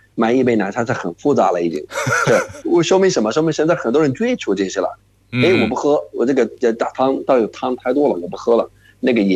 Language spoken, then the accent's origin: Chinese; Jordan; Chinese is a second language; 大家好，